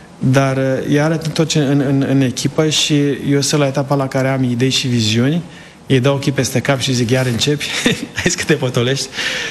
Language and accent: Romanian; Sibiu County, Romania; now in United States